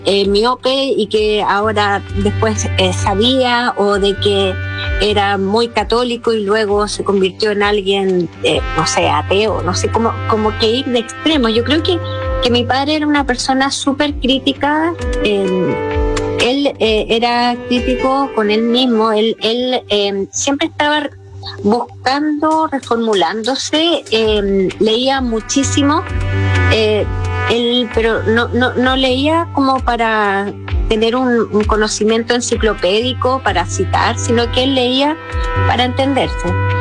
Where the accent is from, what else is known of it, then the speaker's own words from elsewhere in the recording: Chile; nosotros también como chilenos